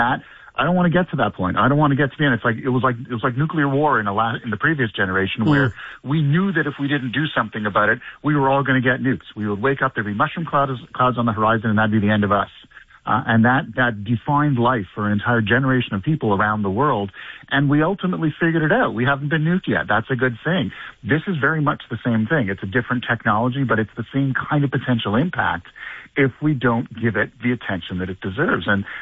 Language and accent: English; Canada; As a Canadian